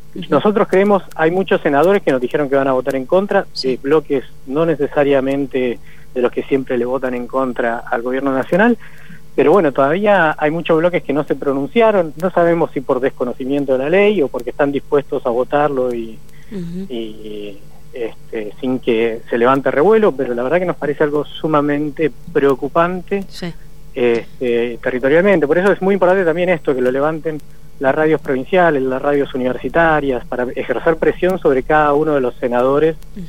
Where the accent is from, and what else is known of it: Argentina